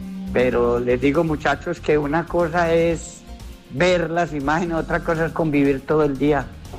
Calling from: Cartago, Valle del Cauca, Colombia; tengo el corazón dividido, mi Cartago, Pereira, que lo llevo en el corazón

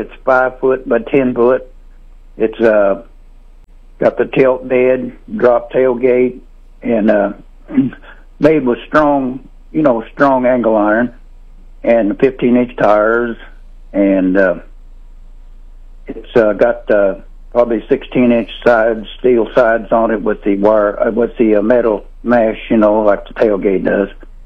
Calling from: Sedalia, Missouri, United States

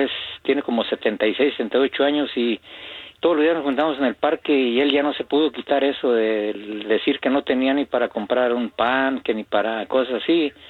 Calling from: Degollado, Jalisco, Mexico; yo soy ahí de Degollado.

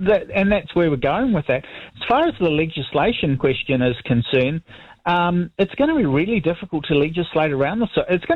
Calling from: Christchurch, Canterbury, New Zealand; Christchurch.

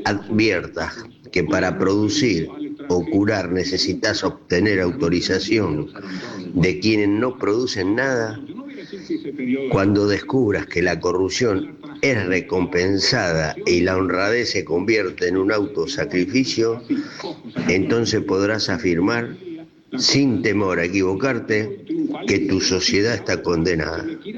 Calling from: Buenos Aires, Argentina; de Flores.

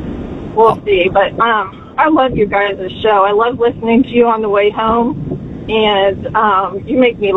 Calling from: Carmel, Indiana, United States; I live at Carl.

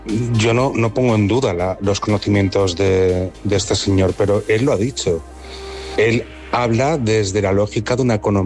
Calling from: Palma, Balearic Islands, Spain; de Peregrau.

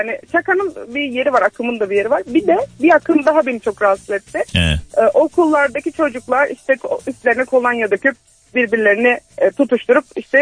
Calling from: Mersin, Turkey; Şu an Mersin'den arıyorum

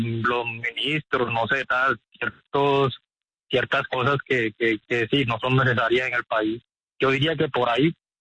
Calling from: Don Matías, Antioquia, Colombia; Desde Don Matías.

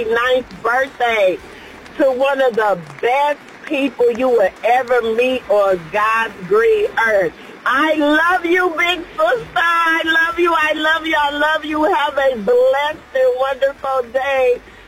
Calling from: Detroit, Michigan, United States; I'm calling from Detroit, Michigan.

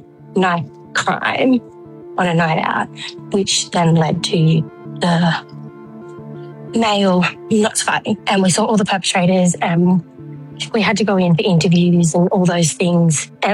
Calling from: Newcastle, New South Wales, Australia; I'm a long-time listener to your podcast. I live in Newcastle, New South Wales.

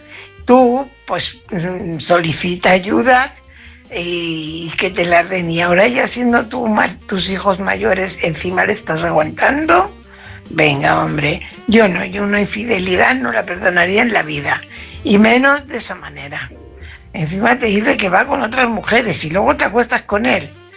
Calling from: Fuenlabrada, Community of Madrid, Spain; corresponsal de Fuenlabrada.

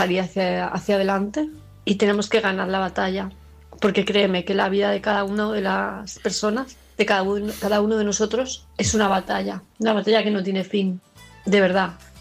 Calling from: Palma, Balearic Islands, Spain; de Palma de Mallorca

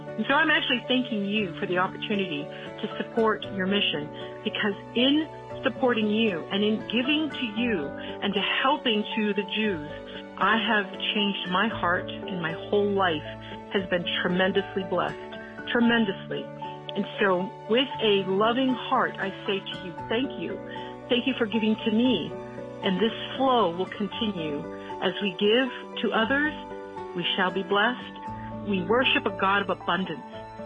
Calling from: Houston, Texas, United States; I'm calling from Houston

